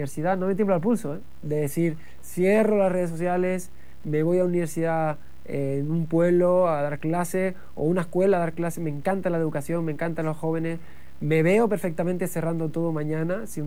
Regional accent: Canary Islands, Spain; also born or lived in England; now in Switzerland; yo me crié en las Islas Canarias, para mí Canarias es América Latina

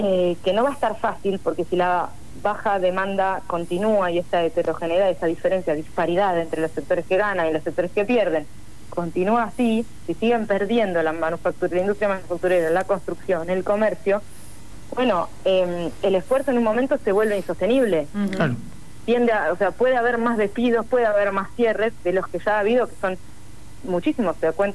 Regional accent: Mar del Plata, Buenos Aires Province, Argentina; yo soy de Mar del Plata

